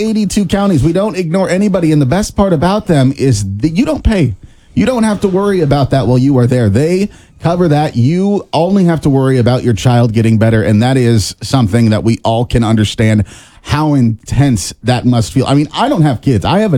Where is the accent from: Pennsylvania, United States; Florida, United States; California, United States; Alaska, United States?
California, United States; San Diego; my hometown of San Diego.